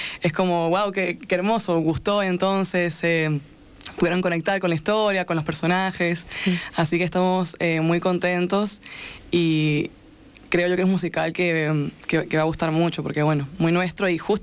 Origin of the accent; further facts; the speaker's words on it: San Juan, Argentina; Todos de San Juan. Producción y elenco somos de San Juan.